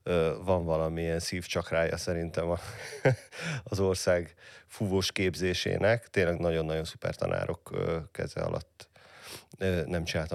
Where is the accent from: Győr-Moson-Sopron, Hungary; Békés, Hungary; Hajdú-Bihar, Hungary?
Hajdú-Bihar, Hungary; Balmazújváros; Én Balmazújvároson nőttem föl